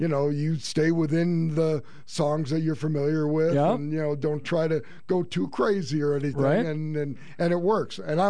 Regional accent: Detroit, Michigan, United States; Suburban Detroit.

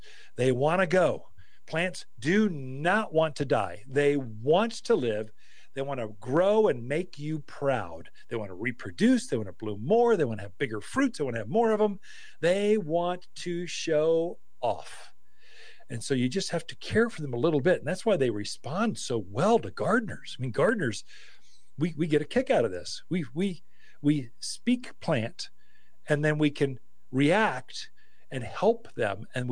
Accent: United States; I am so American.

